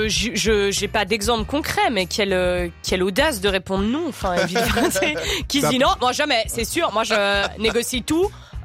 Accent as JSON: {"language": "French", "country": "Switzerland"}